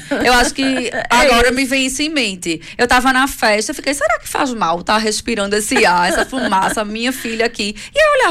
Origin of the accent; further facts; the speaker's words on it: Recife, Pernambuco, Brazil; moved away as an adult; now in Portugal; da minha cidade natal de Recife